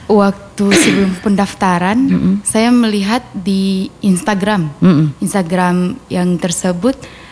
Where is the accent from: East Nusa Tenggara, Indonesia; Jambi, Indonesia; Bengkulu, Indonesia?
Jambi, Indonesia; Kumun Debai district; Asal saya dari Desa Debai, Kecamatan Kumun Debai.